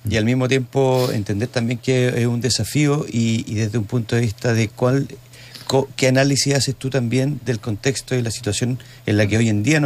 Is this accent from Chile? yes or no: yes; Concepción, Biobío, Chile; also born or lived in Punta Arenas; Soy penquista, bueno, nací en Punta Arenas, pero desde el año 1 que vivo acá en Concepción.